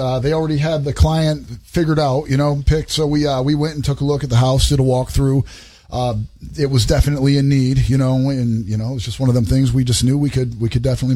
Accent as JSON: {"language": "English", "town": "Flint", "region": "Michigan", "country": "United States", "moved": "yes", "lives_now": "Knoxville, United States", "said": "Yeah, so I'm from Flint, Michigan originally."}